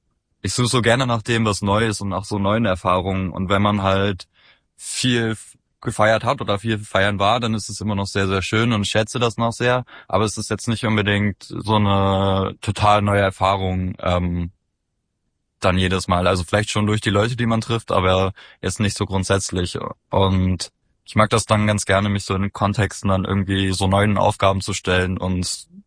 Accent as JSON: {"language": "German", "town": "Halle", "region": "Saxony-Anhalt", "country": "Germany", "said": "Ja, wir sind auch aus Halle"}